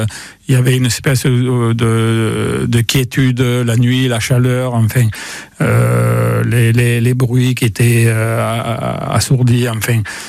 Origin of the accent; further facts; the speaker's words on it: Nîmes, Occitanie, France; J'y habite là maintenant depuis plus d'une trentaine d'années. Alors j'ai toujours vécu à Nîmes. Je suis né à Nîmes. Je suis Nîmois de A à Z. J'ai fait mes études à Nîmes au lycée Daudet, collège Bigot d'abord, qui n'existe plus.